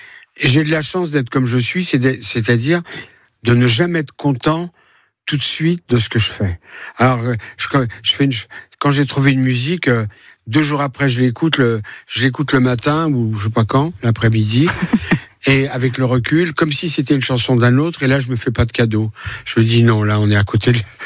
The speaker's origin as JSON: {"language": "French", "town": "Paris", "region": "Île-de-France", "country": "France", "tie": "born there", "said": "Traversé la mer dans un bateau dans le ventre de ma mère, et je suis né à Paris."}